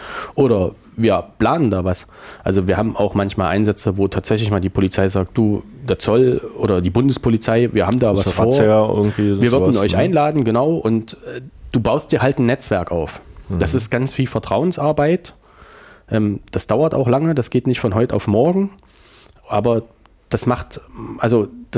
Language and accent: German; Weimar, Thuringia, Germany; Ich bin gebürtiger Weimarer